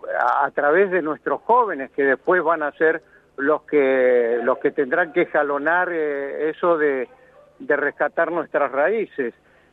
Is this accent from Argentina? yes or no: yes; Mendoza, Argentina; now in Corrientes, Argentina; Si bien soy mendocino, pero aclaro esto porque en una de esas confunden con la Asociación Sanmartiniana de Mendoza o alguna cosa.